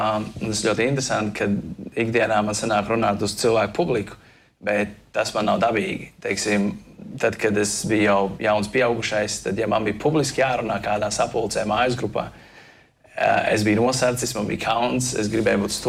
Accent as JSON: {"language": "Latvian", "town": "Grobiņa", "region": "Kurzeme", "country": "Latvia", "tie": "born or raised there", "also_born_or_lived": "Liepāja", "said": "Un būtībā arī pats uzaugu bērnībā Grobiņā pirmos dažus gadus."}